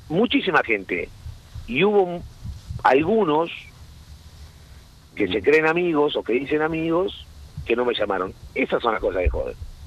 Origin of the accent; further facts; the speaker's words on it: Madrid, Community of Madrid, Spain; born there; Yo soy nacido en Madrid, en mi vida me voy a ocultar.